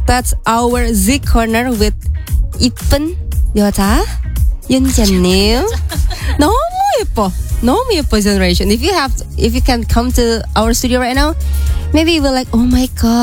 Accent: West Java, Indonesia; Sundanese version, mm-hmm. my hometown.

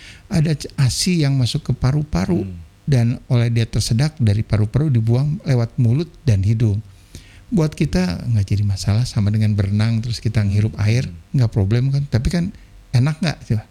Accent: Surabaya, East Java, Indonesia; asli saya orang Jawa asli dari Surabaya, Bapak Surabaya, Ibu Jogja. Jadi tidak ada Sunda-Sundanya tetapi beristri orang Sunda sehingga bolehlah diadu bahasa Sunda, tapi ternyata tidak 100% saya menguasai bahasa Sunda.

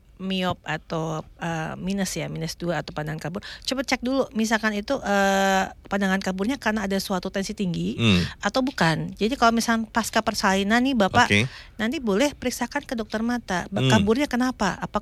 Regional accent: Pekalongan, Central Java, Indonesia; kita orang Pekalongan

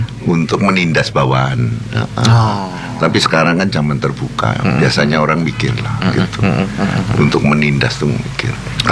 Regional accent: Java, Indonesia; Saya ini Jawa banget jadi.

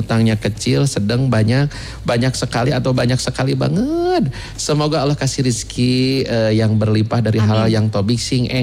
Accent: Bandung, West Java, Indonesia; Saya orang Bandung, saya cinta Bandung

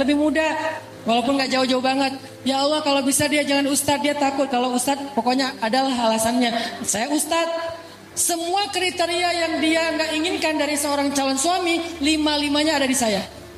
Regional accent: Sumatra, Indonesia; saya orang Sumatera.

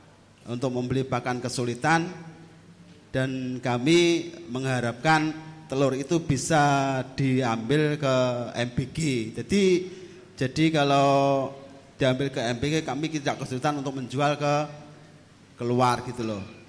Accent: Buntalan, East Java, Indonesia; Saya datang dari selatan, dari Kecamatan Temayang, Desa Buntalan.

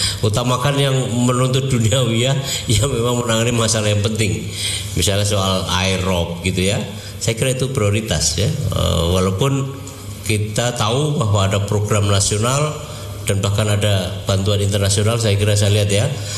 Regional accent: Semarang, Central Java, Indonesia; saya sebagai warga Semarang

